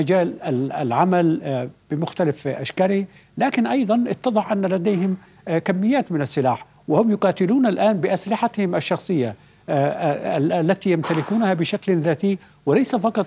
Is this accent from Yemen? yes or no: yes; Yemen